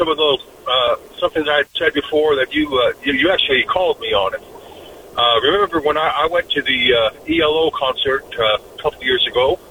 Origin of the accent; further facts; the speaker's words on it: Oklahoma City, Oklahoma, United States; moved away; the Oklahoma State Fair, which was in my hometown